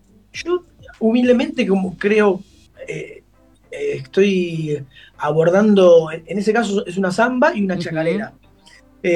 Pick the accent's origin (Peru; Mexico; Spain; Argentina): Argentina